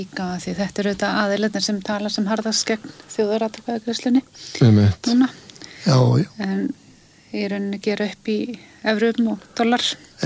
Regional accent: Eskifjörður, Eastern Region, Iceland; ef maður hugsa bara tilbaka þegar maður var alast upp á Eskifirði það sem ég býja þar voru þetta bara mörg fyrirtæki og allir höfðu vinnu

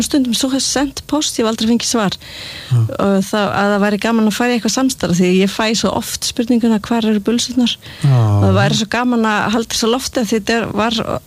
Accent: Seltjarnarnes, Capital Region, Iceland; also born or lived in Reykjavík; Já, ég ólst upp á Seltjarnarnesi þar til ég var 12 ára og svo flutti í Vesturbæinn.

